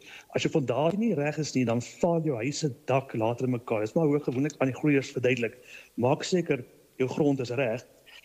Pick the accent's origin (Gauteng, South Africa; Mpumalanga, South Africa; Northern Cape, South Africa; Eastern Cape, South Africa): Gauteng, South Africa; Meyerton; Ek is afkomstig van Meyerton hier in die Midvaal omgewing Gauteng area, ja.